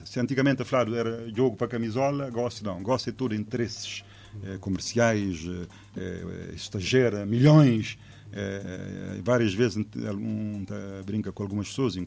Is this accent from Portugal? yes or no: no; Cape Verde; nós tudo como cabo-verdiano